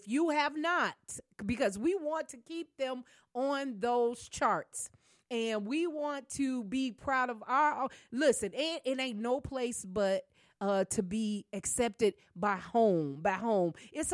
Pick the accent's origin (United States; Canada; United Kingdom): United States; Chicago, Illinois; now in Champaign, United States; That's where I was born and raised. Even though I'm down here in Champaign, I was born and raised right in the great city of Chicago, Illinois, on the south side, 9900 South Low Avenue is where I was born and raised.